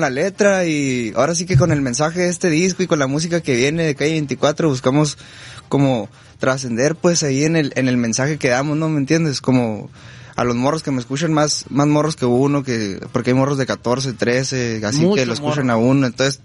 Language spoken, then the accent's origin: Spanish; Cuauhtémoc, Chihuahua, Mexico